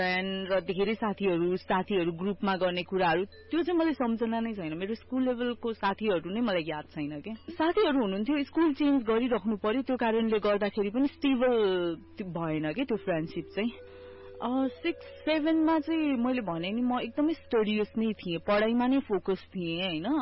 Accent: Geetanagar, Bagmati, Nepal; born there; मेरो जन्म चाहिँ नारायणगढ चितवनको गीतानगरमा भएको हो

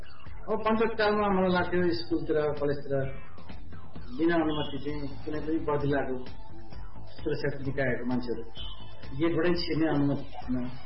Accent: Gurung area, Nepal; accent: Gurung-influenced Nepali; first language Gurung; Nepali is a second language; मेरो मातृभाषा गुरुङ कारणले मेरो भाषामा बढी आकार प्रयोग हुन्छ, त्यसैले मैले बोल्दाखेरि पनि अलिअलि बिग्रिन्छ

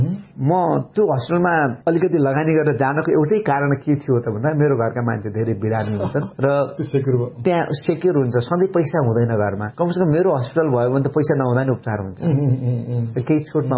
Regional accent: Surkhet, Karnali Province, Nepal; म सुर्खेतको देखेँ जुन घरमा म जन्मेको हुर्केको ठाउँ थियो

